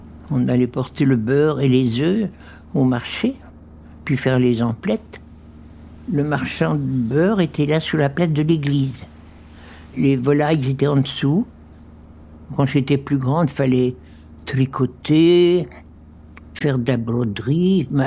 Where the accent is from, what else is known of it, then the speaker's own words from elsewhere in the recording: Normandy, France; now in Domfront, France; J'ai grandi à la Bardouillère. Entre chez Louveau et la Guyardière.